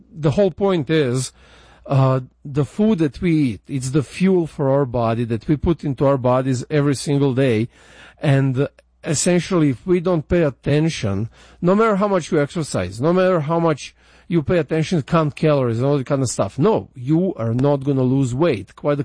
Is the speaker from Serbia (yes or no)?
yes; Serbia; moved away; I went, to Serbia, to my home country, that I moved out from more than 20 years ago.